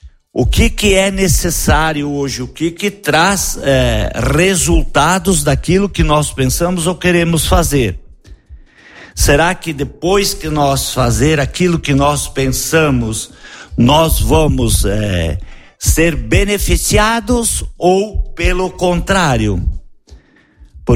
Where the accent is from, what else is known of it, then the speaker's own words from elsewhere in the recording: Rio Grande do Sul, Brazil; E nós temos que nos orgulhar de ser gaúcho, pois quando nós vamos para alguns outros estados e nós falamos que nós somos gaúcho